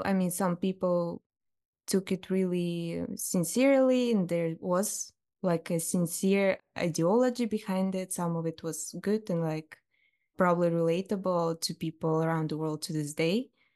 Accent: Karaganda, Karaganda Region, Kazakhstan; moved away as an adult; now in Budapest, Hungary; I was born in the mid-90s in Kazakhstan, in like a mid-sized town. It's called Karagandy. It's like a mining town that was very interesting politically. It was a mining town. It was a town associated with labor

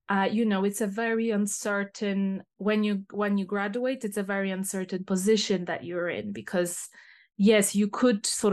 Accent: Poland; also born or lived in Scotland; now in England, United Kingdom; when I was growing up or in high school, I went to see a lot of theater in Poland.

